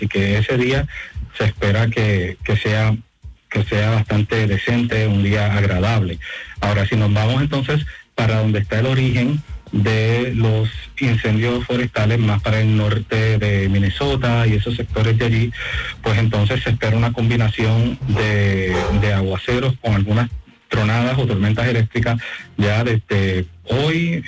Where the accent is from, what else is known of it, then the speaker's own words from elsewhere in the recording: Puerto Rico; Perdóname, soy puertorriqueño, del noreste de los Estados Unidos.